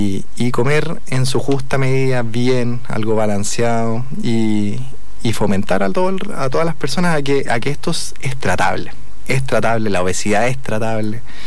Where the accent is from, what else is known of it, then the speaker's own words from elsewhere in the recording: Santiago, Santiago Metropolitan Region, Chile; now in Bulnes, Chile; yo soy de Santiago, estoy aquí erradicado.